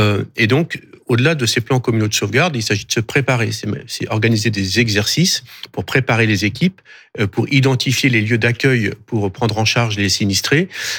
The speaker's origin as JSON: {"language": "French", "country": "France", "said": "le climat que nous avons chez nous en France"}